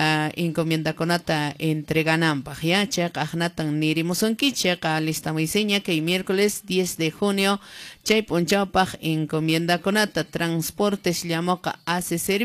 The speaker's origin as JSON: {"language": "Spanish", "town": "Colquemarca", "region": "Cusco", "country": "Peru", "said": "¿De dónde eres? Yo soy de Colquemarca. De Colquemarca, Totorani."}